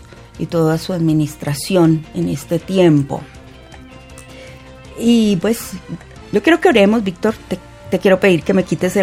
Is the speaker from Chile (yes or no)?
no; Colombia